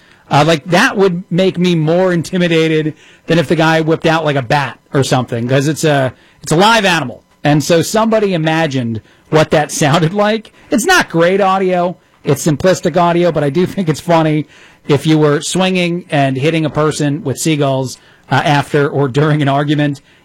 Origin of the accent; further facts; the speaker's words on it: East Coast, United States; I'm from the East Coast. That's very East Coast.